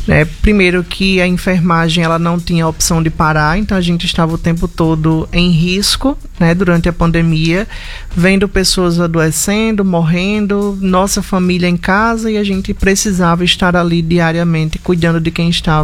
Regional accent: Triunfo Potiguar, Rio Grande do Norte, Brazil; moved away as an adult; now in Mossoró, Brazil; Eu sou de Triunfo Potiguar. Triunfo Potiguar é uma cidade aqui do interior de 3 mil habitantes. É uma cidade pequena e aí eu me mudo em 2014 para uma cidade de 300 mil habitantes, que é Mossoró.

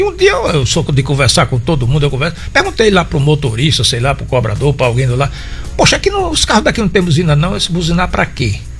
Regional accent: Mossoró, Rio Grande do Norte, Brazil; Nasci em Mossoró. Desde novinho, é.

